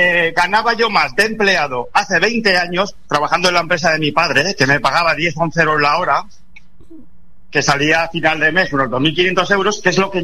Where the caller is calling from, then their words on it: Mallorca, Balearic Islands, Spain; soy de Mallorca, inmigrantes de Castellón, porque aquí se pagaba más en los 80.